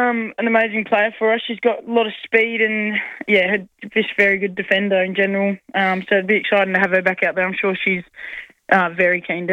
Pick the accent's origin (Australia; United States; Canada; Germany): Australia; Western Australia; I mean, they're my home state, so I always love versing the Eagles and Freo.